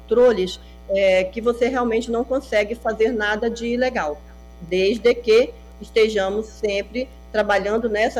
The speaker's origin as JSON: {"language": "Portuguese", "region": "Pará", "country": "Brazil", "said": "Isso eu, enquanto brasileira, enquanto paraense, eu não posso aceitar, enquanto amazônida."}